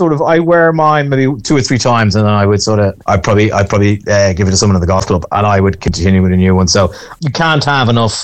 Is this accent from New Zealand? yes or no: no; Dublin, Leinster, Ireland; accent: Southside